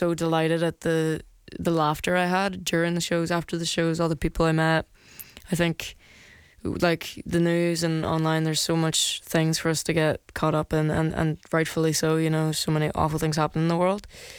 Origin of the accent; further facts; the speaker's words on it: Derry, Northern Ireland, United Kingdom; We grew up in Derry together, next door neighbours.